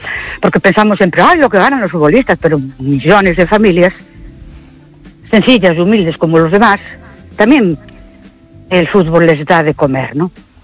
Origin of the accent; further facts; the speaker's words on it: Ourense, Galicia, Spain; Buenas noches … de Ourense.